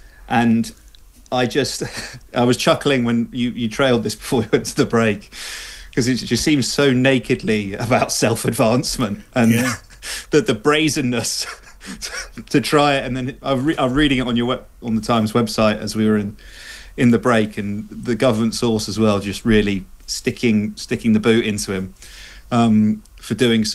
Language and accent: English; England, United Kingdom; Well, as a as an Englishman, I view it as my national duty to oppose the French in all things.